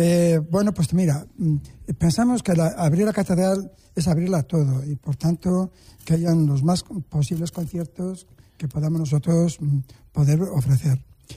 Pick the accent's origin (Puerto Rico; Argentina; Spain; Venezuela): Spain; Villanueva del Río; born there; vinieron 33 personas de Villanueva del Río, que es mi pueblo